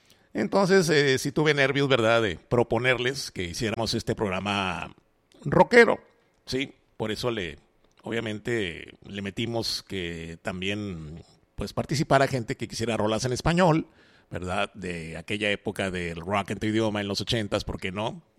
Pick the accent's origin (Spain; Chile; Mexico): Mexico; Monterrey, Nuevo León; moved away as an adult; now in Los Mochis, Mexico; directamente de Monterrey, Nuevo León, ya con 9 años viviendo aquí en Los Mochis, ya con papeles sinaloenses, ya con la green card, obviamente sellada y oficializada de que ya soy también ciudadano sinaloense, pero soy regio.